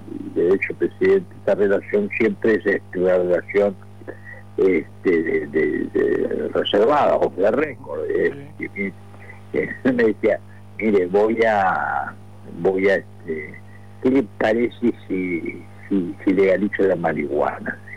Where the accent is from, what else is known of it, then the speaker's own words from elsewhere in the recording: Casupá, Florida, Uruguay; Yo soy de Casupá … comisionista.